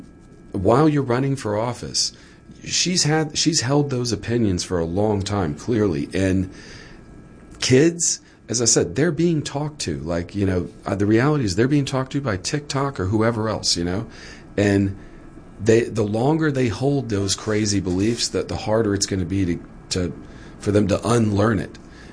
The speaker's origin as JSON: {"language": "English", "town": "New Orleans", "region": "Louisiana", "country": "United States", "tie": "born there"}